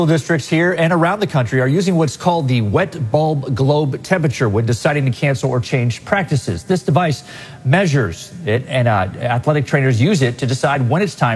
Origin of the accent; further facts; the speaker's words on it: New England, United States; born there; now in Ohio, United States; I grew up in New England a little bit